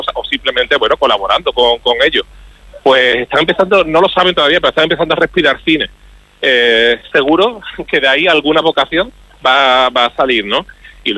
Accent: Huelva, Andalusia, Spain; yo soy de Huelva, pues las cosas saben mucho mejor si es en tu tierra.

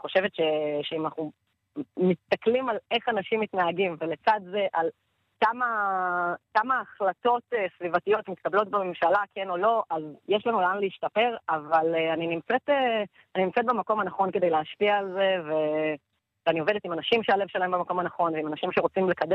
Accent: Beit Arye, West Bank, Palestine; באנו לבקר את ההורים שלי בבית אריה. כאן גדלתי, כן

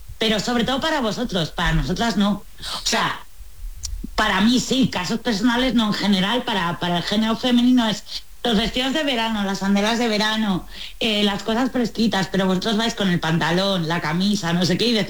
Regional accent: Spain; no lo veo tan hortera porque yo soy española

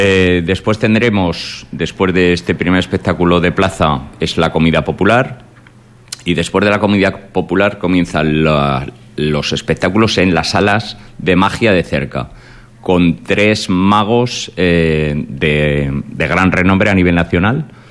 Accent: Ejea de los Caballeros, Aragon, Spain; yo soy de Egea, es que cualquier cosa, cualquier actividad, por pequeñita que sea, por simple que parezca, la implicación de todas las personas que viven o que están en ese momento en Orés, participan.

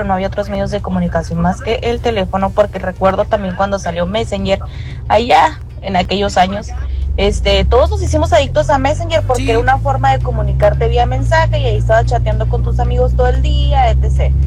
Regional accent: Hermosillo, Sonora, Mexico; now in Mexicali, Mexico; yo que soy de Hermosillo

